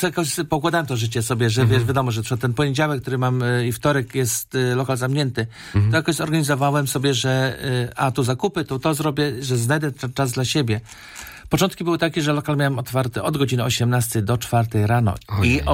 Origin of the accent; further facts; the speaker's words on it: Szczecin, West Pomeranian Voivodeship, Poland; moved away as an adult; now in Berlin, Germany; przyjechałem do Berlina w 2000. Jestem już kupę lat w Berlinie i też na dzielnicy Schöneberg. No jak przyjechałem to z Polski, ze Szczecina, to całkiem inny świat.